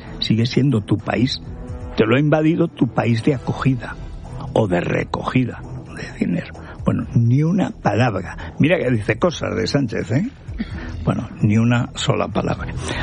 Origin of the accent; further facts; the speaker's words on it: Tramacastilla, Aragon, Spain; las constelaciones allí en mi pueblo son más seguras que las elecciones.